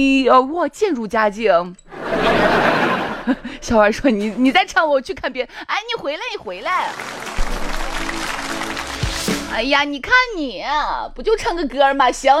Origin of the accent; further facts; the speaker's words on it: China; 我们中国人